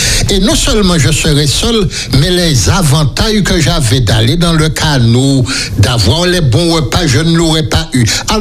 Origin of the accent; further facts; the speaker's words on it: Le Prêcheur, Martinique; born there; quand je suis arrivé au prêcheur, j'ai eu un choc. Quand on m'a dit, ben voilà, chez ton papa, j'ai dit, mais non, chez mon papa. Ah là, c'est là que j'ai habité auparavant.